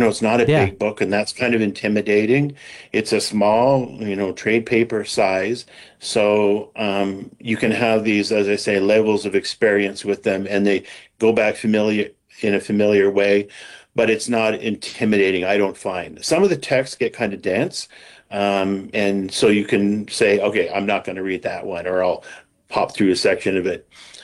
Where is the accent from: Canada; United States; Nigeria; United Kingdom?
Canada; Alberta; We're both from Alberta.